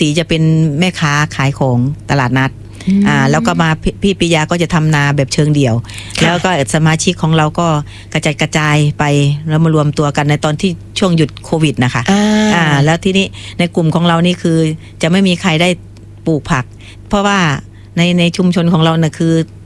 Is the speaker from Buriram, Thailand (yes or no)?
yes; Chamni, Buriram, Thailand; ที่อำเภอชำนิจังหวัดบุรีรัมย์ค่ะตำบลเมืองยางค่ะ